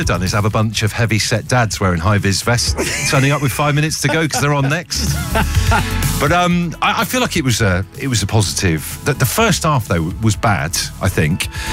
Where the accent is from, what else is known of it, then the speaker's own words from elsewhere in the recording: South West England, United Kingdom; Which is interesting, because I grew up near Buckfast Abbey, where it's kind of created or whatever.